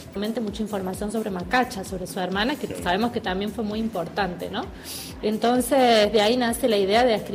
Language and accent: Spanish; Salta, Argentina; moved away as an adult; now in Córdoba, Argentina; yo soy salteña, hice acá toda la primaria, la secundaria, me fui a Córdoba a estudiar teatro y me quedé allá